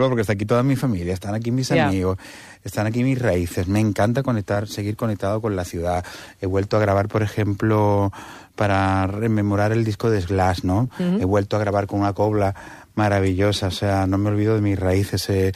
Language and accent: Catalan; Badalona, Catalonia, Spain; sí, sóc un català de Badalona.